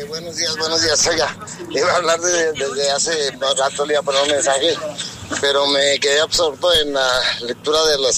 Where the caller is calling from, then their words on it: San Miguel de Cruces, Durango, Mexico; yo soy de esa zona, yo soy de San Miguel de Cruces